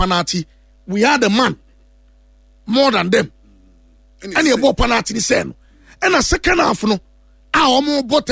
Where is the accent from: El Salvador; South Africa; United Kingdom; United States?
South Africa; And as a South African, yeah, 8 asses.